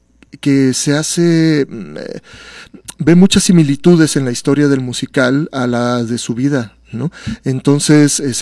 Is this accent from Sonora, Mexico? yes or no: yes; Sonora, Mexico; yo que también soy sonorense, estamos ahí, somos los sonorenses que formamos parte de este musical.